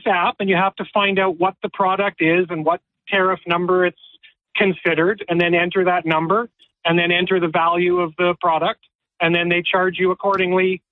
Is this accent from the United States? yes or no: no; Canada; Zonos, Z-O-N-O-S, or Zed, actually, because we're Canadian.